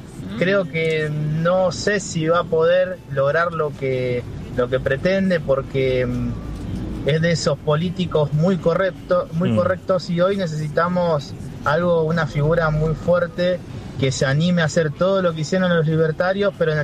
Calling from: San Justo, Argentina; de San Justo te habla.

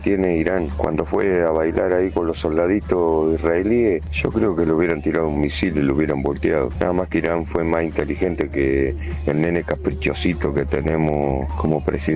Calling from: Pigüé, Buenos Aires Province, Argentina; soy de Pigüé. En este momento estoy en Bahía Blanca.

